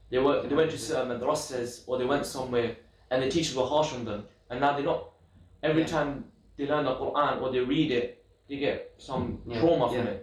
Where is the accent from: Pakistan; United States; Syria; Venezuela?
Pakistan; Alhamdulillah, I'm originally from Pakistan, so I don't know Arabic, it's not my mother tongue.